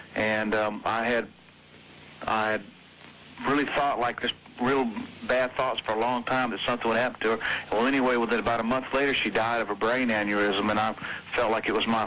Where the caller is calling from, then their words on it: Atlanta, Georgia, United States; from Atlanta.